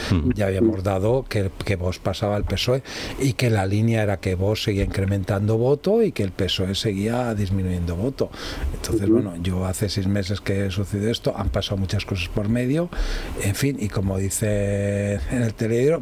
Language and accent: Spanish; Spain; yo siento decir esto porque me siento español, aunque no tengo mucho sentimiento de identidad, porque he vivido en muchas partes